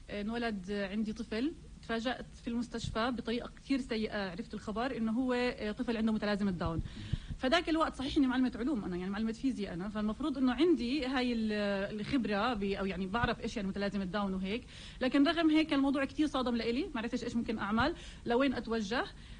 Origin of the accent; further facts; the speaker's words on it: Hebron, West Bank, Palestine; ومع الوقت صرت أتعرف إيش في مراكز عندنا في الخليل وهيك.